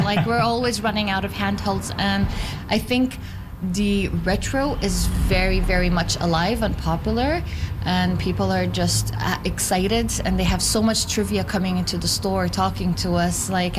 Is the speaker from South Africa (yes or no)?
no; Yemen; moved away; I grew up in Yemen. So the first time I picked up a video game, I was 16